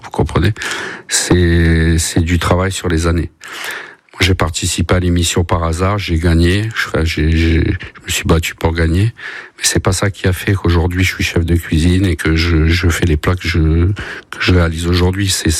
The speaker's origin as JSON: {"language": "French", "region": "Nouvelle-Aquitaine", "country": "France", "tie": "born there", "also_born_or_lived": "French Flanders, Hauts-de-France, France", "said": "moi j'ai grandi ici, j'ai connu mon épouse ici. Ça fait 25 ans qu'on connaît le Poitou. Donc même si on est originaire des Flandres, à frontière belge, on a passé beaucoup plus de temps dans le Poitou que chez nous. Donc c'est un retour, on va dire, à notre enfance. On est revenu ici."}